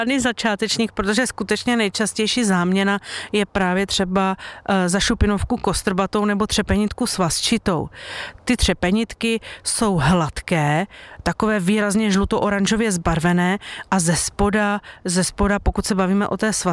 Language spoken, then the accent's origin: Czech; Pardubice, Pardubice Region, Czechia; jsme z Pardubic